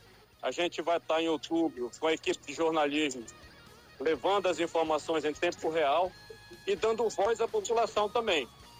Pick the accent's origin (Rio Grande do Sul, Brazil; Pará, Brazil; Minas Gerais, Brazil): Pará, Brazil; Oriximiná; a cidade de Oriximiná, minha Oriximiná, minha terra que eu amo de coração.